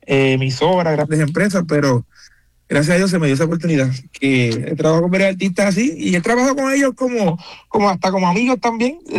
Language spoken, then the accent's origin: Spanish; San Germán, Puerto Rico; yo soy de Puerto Rico, soy de un pueblito que se llama San Germán, como mencionaste, y no es que las oportunidades no sean iguales para todos o menos por ser de allí, pero es bien es al otro extremo de la capital de Puerto Rico